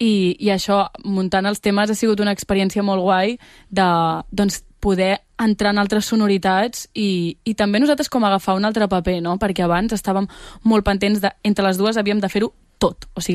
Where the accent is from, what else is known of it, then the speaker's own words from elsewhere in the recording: Barcelona, Catalonia, Spain; nosaltres que som de Barcelona